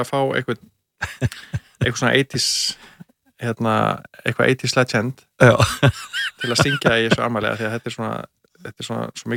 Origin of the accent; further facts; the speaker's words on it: Kópavogur, Capital Region, Iceland; also born or lived in Grafarvogur; now in Reykjavík, Iceland; Nei, og ég og hérna, ég ólst fyrst upp í Kópavogi.